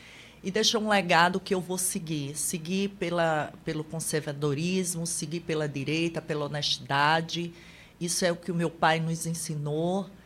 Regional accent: João Pessoa, Paraíba, Brazil; born there; also born or lived in São Paulo; E eu só fui nascer em São Paulo, eu sou paraibana de coração.

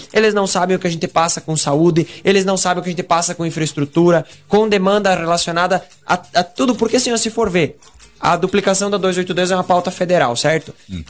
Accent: Chapecó, Santa Catarina, Brazil; tenho 26 anos, nasci e cresci em Chapecó

